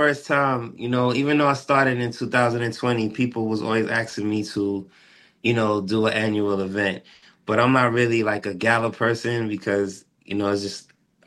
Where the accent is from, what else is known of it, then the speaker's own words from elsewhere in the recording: New York, United States; when I was growing up in New York, about block parties and how everybody came together and people had fun on the block.